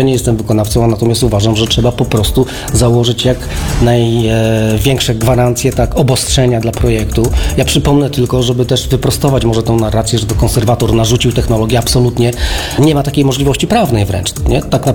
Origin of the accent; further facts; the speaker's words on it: Wrocław, Lower Silesian Voivodeship, Poland; jako wrocławianin